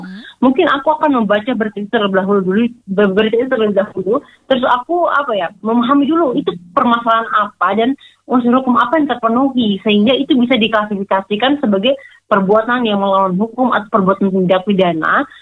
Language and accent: Indonesian; East Nusa Tenggara, Indonesia; aku kan dari daerah ya, aku dari NTT